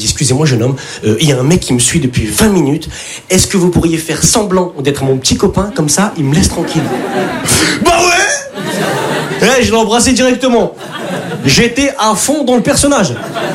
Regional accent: Lille, Hauts-de-France, France; now in Paris, France; Je viens d'arriver sur Paris, je viens de Lille.

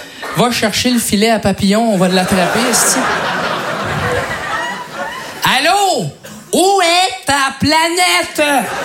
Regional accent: Quebec, Canada; now in Paris, France

